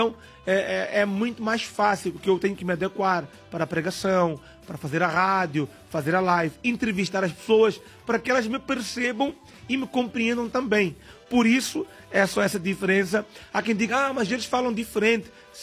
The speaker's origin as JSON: {"language": "Portuguese", "country": "Mozambique", "said": "nós somos de Moçambique."}